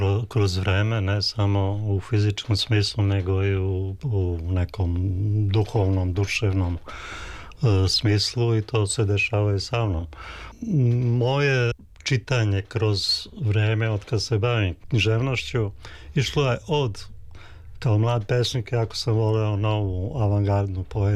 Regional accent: Prijedor, Republika Srpska, Bosnia & Herzegovina; Ja sam iz Prijedora, imaju dve reke i ta jedna reka manja Gomjenica

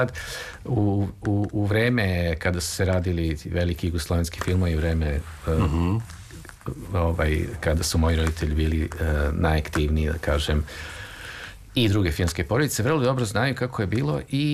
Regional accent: Belgrade, Serbia; Moj prvi dom, ja sam rođen u Beogradu i prvi dom je bio na Slavi

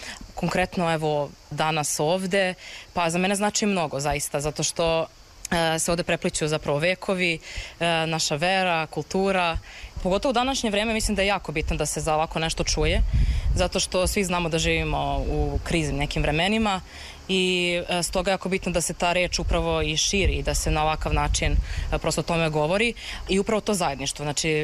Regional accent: Belgrade, Serbia; poreklom sam iz Beograda.

